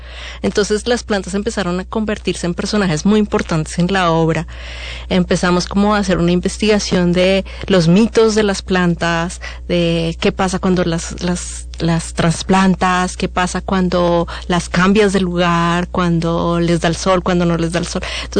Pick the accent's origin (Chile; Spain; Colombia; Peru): Colombia; moved away as an adult; now in Mexico; lo que yo he vivido durante estos 17 años de vivir en México. Soy colombiana